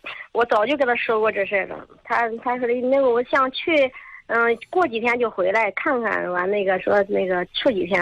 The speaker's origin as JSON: {"language": "Chinese", "region": "Anhui", "country": "China", "said": "我因为我家是安徽的，我们那边结婚都是19岁、21、22岁。"}